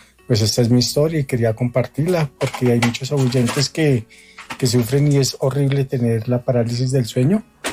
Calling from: Zipaquirá, Cundinamarca, Colombia; Desde Zipaquirá

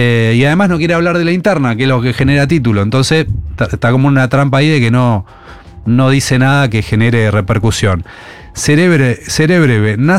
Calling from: Córdoba, Argentina; de Córdoba

